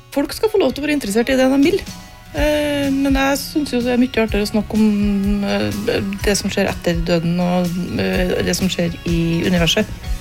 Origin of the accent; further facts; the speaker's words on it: Meråker, Trøndelag, Norway; fordi at oppe i Meråker, der jeg kommer ifra